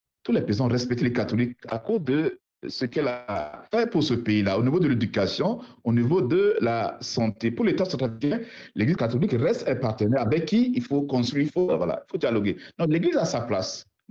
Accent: Central African Republic; voilà, en tant que Centrafricain, nous souhaitons que dans cette République-là, que nous connaissions vraiment la prospérité, le développement.

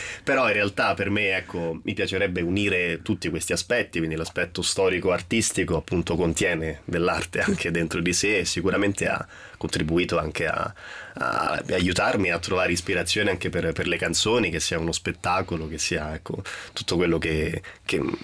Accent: Rome, Lazio, Italy; sono di Ostia

